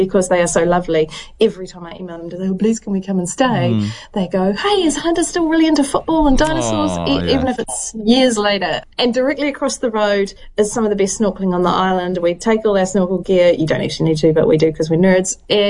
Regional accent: Southland, New Zealand

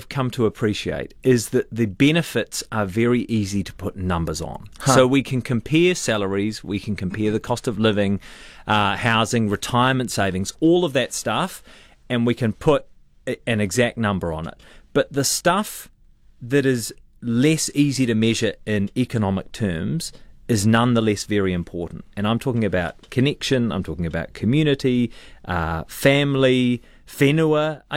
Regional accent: Australia; Yeah. But no, I'm an Australian.

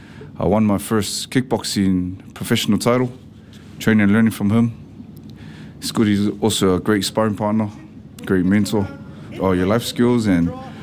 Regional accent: Auckland, New Zealand; I was raised in Otara, so there's a lot of like fighters in Otara

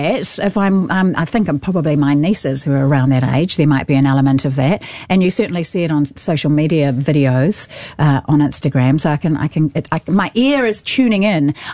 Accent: New Zealand; I'm a New Zealander.

